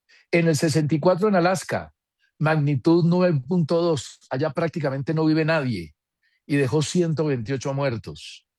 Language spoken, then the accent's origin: Spanish; Manizales, Caldas, Colombia; en mi Manizales del Alma, que cuando uno ve que en nuestra tierra, donde hay familia, donde hay gente cercana